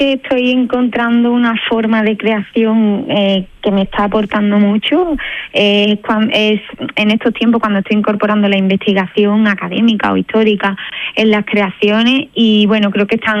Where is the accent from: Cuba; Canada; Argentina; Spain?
Spain; Seville, Andalusia; me da mucha ilusión poderlo llevar a mi tierra, a la tierra